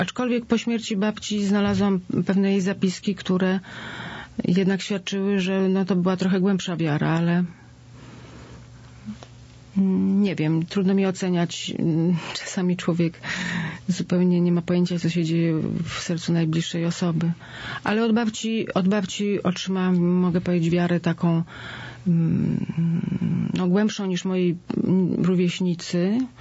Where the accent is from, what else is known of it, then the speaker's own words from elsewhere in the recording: Płock, Masovian Voivodeship, Poland; urodziłam się w Płocku, ale to było środowisko jakby przedmieści z ogrodem, nawet z kawałkiem pola. Piękne miejsce.